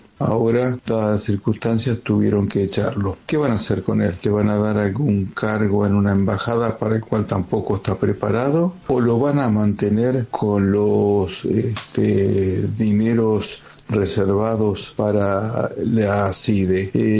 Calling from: Claromecó, Buenos Aires Province, Argentina; de Claromeco.

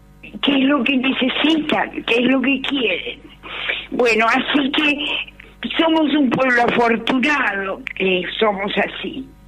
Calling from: Argentina

